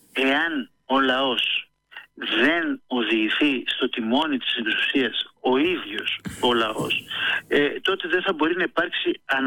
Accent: Thessaloniki, Central Macedonia, Greece; Το γνωρίζω, ως Θεσσαλονικιός.

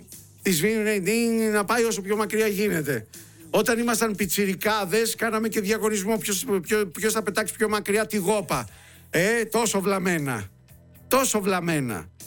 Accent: Peloponnese, Greece; Στη Λακωνία τώρα στα μέρη μου

